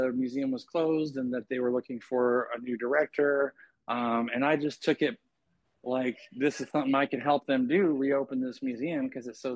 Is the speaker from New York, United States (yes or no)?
no; Chehalis, Washington, United States; I just moved back to Washington. I am a Washington native, born and raised in Chehalis.